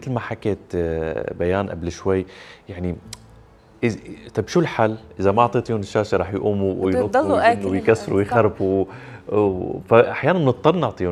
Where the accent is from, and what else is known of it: Syria